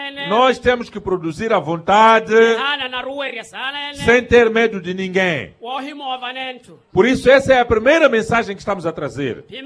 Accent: Mozambique; todos nós como moçambicanos

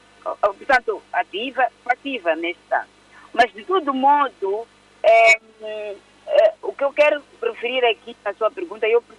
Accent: Mozambique; E por isso eu quero acreditar, e como moçambicanos devemos acreditar, que nós vamos fazer melhor.

